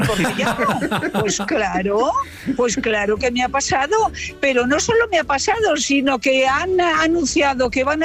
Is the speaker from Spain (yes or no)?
yes; Burgos, Castile and León, Spain; now in Madrid, Spain; os hablo desde Madrid, pero soy de Burgos, me gusta decirlo.